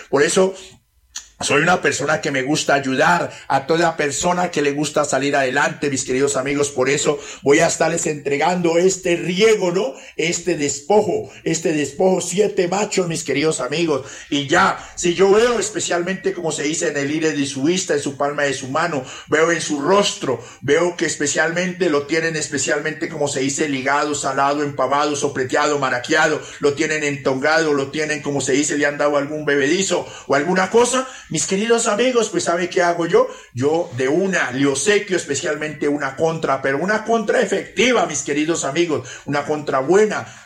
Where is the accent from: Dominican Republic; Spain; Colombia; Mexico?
Colombia; Villagarzón, Putumayo; no tengo el orgullo de ser especialmente de acá de Cauca, ni de ser de Nariño, ni de ser de ninguna parte. Me siento muy orgulloso de ser de un pueblito llamado especialmente Villa Garzón, Putumayo.